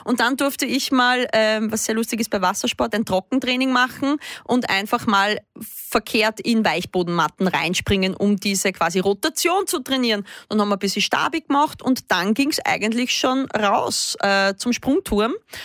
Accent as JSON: {"language": "German", "country": "Austria", "tie": "born or raised there", "said": "ich bin ja auch immer mit 15 da in dieses Bad in Dernitz, wo ich aufgewachsen bin, gegangen"}